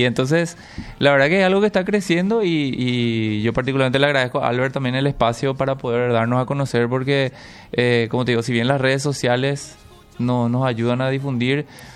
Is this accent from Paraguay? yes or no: yes; Lambaré, Central, Paraguay; yo técnicamente no soy lo de Asunción, yo soy de Lambaré